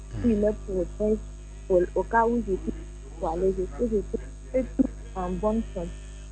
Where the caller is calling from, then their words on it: Abidjan, Côte d’Ivoire; Je suis à Abidjan, à Coco du Rivera 3.